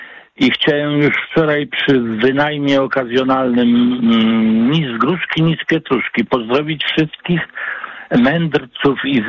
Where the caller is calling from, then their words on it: Tychy, Silesian Voivodeship, Poland; rodowity poznaniak z Tychów